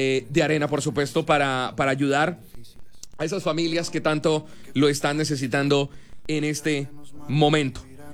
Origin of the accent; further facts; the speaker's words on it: Colombia; como buenos guerreros, como buenos colombianos.